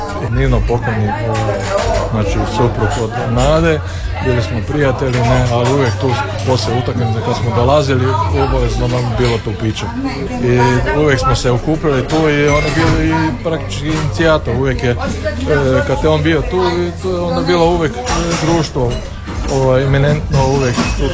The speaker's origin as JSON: {"language": "Croatian", "town": "Jablanovec", "region": "Zagreb County", "country": "Croatia", "said": "gdje god sam došao, uvijek sam napominjao Jablanovec. Nikad nisam govorio Zaprešić ili kad Bistra, nego da dolazim iz Jablanovca."}